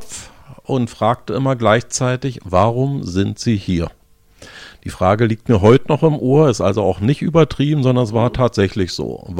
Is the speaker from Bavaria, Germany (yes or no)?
no; Berlin, Germany; wir als Berliner in unserer Stadt, Anhänger des Berliner Fußballclubs Dynamo